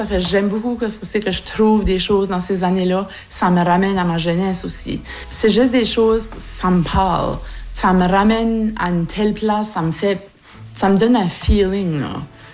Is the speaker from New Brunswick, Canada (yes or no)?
yes; Shediac Ridge, New Brunswick, Canada; moved away as an adult; now in Pleasant Ridge, Canada; j'ai 51 ans. Je suis originaire de Shediac Ridge, autrement connue maintenant comme Roserville. Puis j'habite Pleasant Ridge depuis 1998, ça fait que j'ai deux chez nous à ce temps.